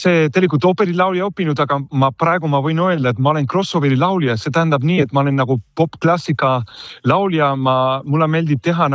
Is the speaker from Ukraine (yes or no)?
no; Spain; now in Estonia; tegelikult Eesti on praegu minu kodu , mina olen Hispaanias pärit , aga nüüd ma võin öelda , et ma olen juba nagu eestlane või pooleestlane , sest ma olen siin elanud nii kaua , et juba 16 aastat Eestis